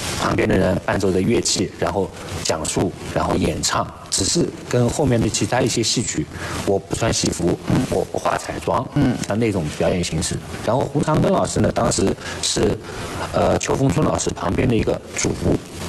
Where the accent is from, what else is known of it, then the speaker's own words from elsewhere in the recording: Hangzhou, Zhejiang, China; 我的一个先天优势就是我是杭州人，那杭州人他这个武林调他又就是得说杭州话，那这个首先我方言这一关我没有问题